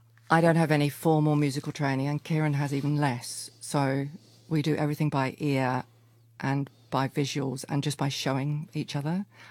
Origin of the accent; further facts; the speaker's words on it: Ely, East of England, United Kingdom; So I grew up in England, in rural England, in Ely, Cambridgeshire.